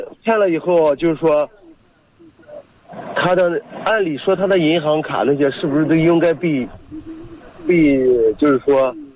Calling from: Hejin, Shanxi, China; 我是咱们河津的。

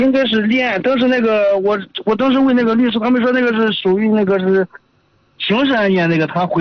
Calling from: China; 我是咱们文喜的

